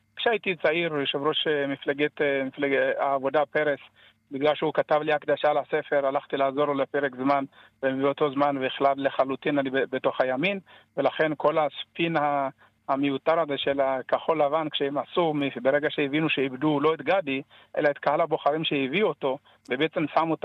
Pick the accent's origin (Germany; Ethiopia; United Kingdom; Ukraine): Ethiopia; now in Israel; אני בא מקהילת יהודי אתיופיה ש... מבחינת מאבקים, מאז שעלינו לארץ, אנחנו סוחבים איתנו מאבקים חברתיים.